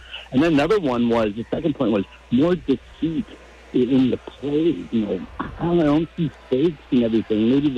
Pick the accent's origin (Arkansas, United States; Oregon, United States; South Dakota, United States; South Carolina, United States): Oregon, United States; from Oregon, but hey, congratulations on the new Sendix.